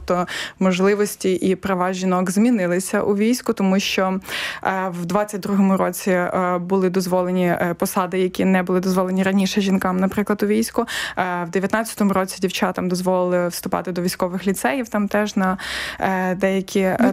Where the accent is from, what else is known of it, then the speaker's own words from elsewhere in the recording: Volyn Oblast, Ukraine; я з Волинської області, теж ми аналізували, скільки жінок голів громад, там, то з 54 було 7 жінок